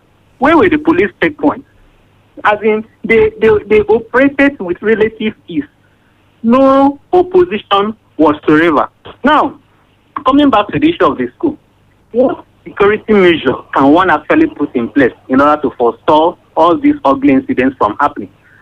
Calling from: Akure, Ondo, Nigeria; I'm calling from Akure.

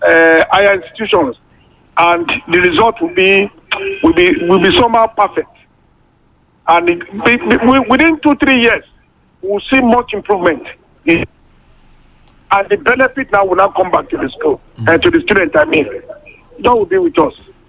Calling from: Ifon, Ondo, Nigeria; from Ifon.

